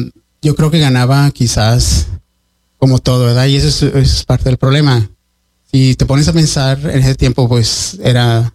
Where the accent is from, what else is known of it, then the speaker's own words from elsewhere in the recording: Royal City, Washington, United States; now in Pasco, United States; yo crecí en Royal City, que es un pueblo agricultor.